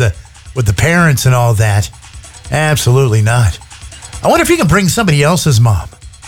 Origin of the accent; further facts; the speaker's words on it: Mississippi, United States; I'm from Mississippi.